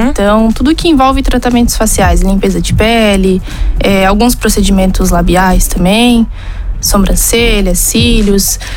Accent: Ituporanga, Santa Catarina, Brazil; Nasci aqui em Tuporanga.

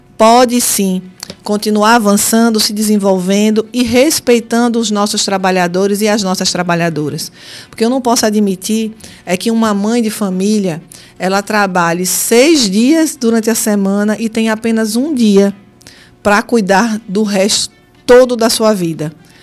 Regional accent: Brazil; enquanto brasileira

